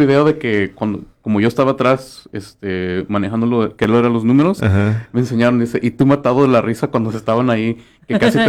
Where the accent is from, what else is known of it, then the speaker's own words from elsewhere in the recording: Mexico; A todos los hispanos, especialmente a los mexicanos, que yo también soy mexicano